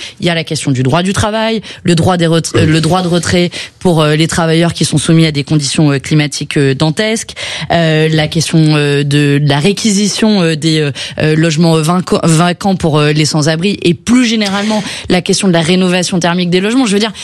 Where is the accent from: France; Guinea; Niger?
France; Southern France; je viens du sud de la France.